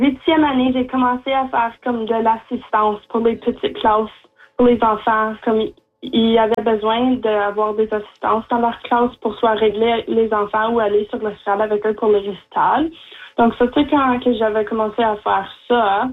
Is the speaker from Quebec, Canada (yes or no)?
no; Timmins, Ontario, Canada; also born or lived in Chapleau; Je suis 17 ans. Je viens de Timmins. Je vivais comme avant à Chapleau, mais j'ai déménagé à 5 ans